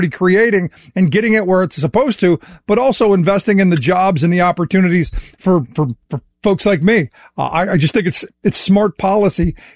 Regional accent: Cleveland, Ohio, United States; No, look, and I grew up in Cleveland

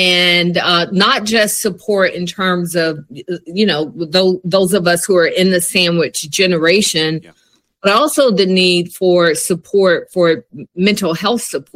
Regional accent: Atlanta, Georgia, United States; I value Metro Atlanta, born and raised in Atlanta

